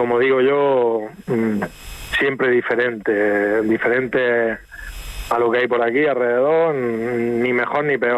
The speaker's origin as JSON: {"language": "Spanish", "region": "Region of Murcia", "country": "Spain"}